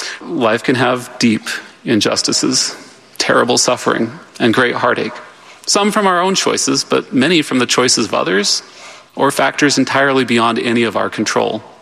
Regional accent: St. John's, Arizona, United States; and my hometown of St. John's, Arizona.

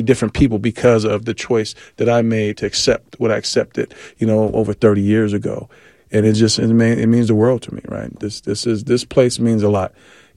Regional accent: Las Vegas, Nevada, United States; Like, we grew up together in Las Vegas.

